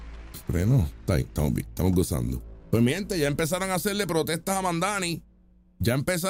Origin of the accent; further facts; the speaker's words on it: Puerto Rico; nosotros también somos estadounidenses, somos puertorriqueños americanos.